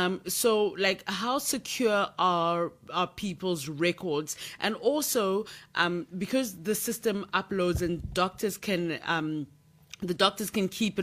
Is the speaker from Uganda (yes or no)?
yes; Uganda; also born or lived in South Africa; now in Ghana; being a South African citizen and then also being Ugandan and now being based in Ghana